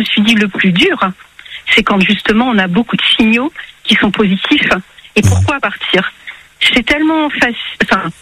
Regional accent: Grand Est, France; Moi, je suis originaire d'Alsace, mais c'est un département qui a vraiment sa couleur, sa typicité, qui est très beau.

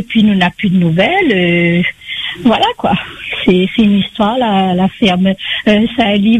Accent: Saint-Paul, Réunion; Moi je suis originaire de Belmène.

